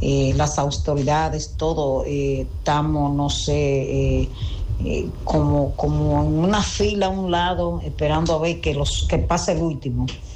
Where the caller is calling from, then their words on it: Dominican Republic; nosotros como dominicanos nos tiene que doler nuestro país.